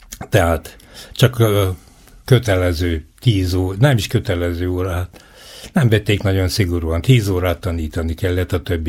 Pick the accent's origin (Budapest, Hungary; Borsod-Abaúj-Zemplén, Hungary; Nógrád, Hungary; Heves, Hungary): Heves, Hungary; Eger; Érdekes dolog, hogy tőzsgyökeres egriként a fiam Sopronba, a lányom meg Zalaegerszegen született